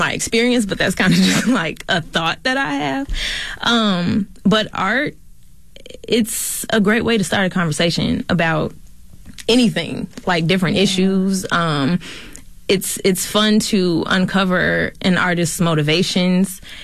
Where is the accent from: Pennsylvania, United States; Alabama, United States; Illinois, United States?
Illinois, United States; Chicago; now in Milwaukee, United States; yes, Chi-Town native.